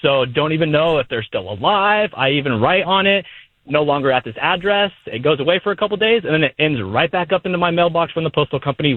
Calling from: Cameron Park, California, United States; I bought my house 5 years ago in Cameron Park here

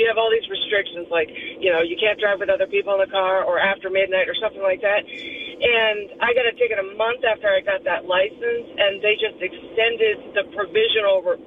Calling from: Maryland, United States; And I'm from Maryland

